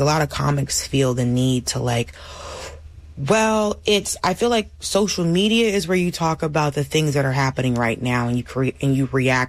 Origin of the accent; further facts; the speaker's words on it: Atlanta, Georgia, United States; So I still had the long beard with my gold bees in it because I'm still from Atlanta, right? But, you know, it's just old head, southern stuff.